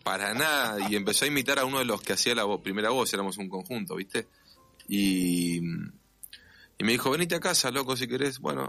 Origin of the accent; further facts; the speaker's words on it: Buenos Aires, Argentina; yo soy porteño, ¿viste?